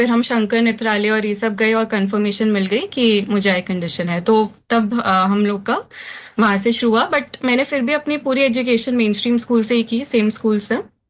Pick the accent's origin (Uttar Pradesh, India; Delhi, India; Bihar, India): Delhi, India; moved away as an adult; now in Kolkata, India; So originally मैं दिल्ली से हूँ एंड शादी के बाद ही मैं कोलकाता शिफ्ट हुई.